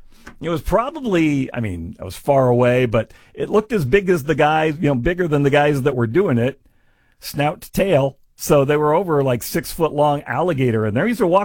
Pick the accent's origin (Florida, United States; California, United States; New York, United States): California, United States; moved away; I was born in California. I was from California.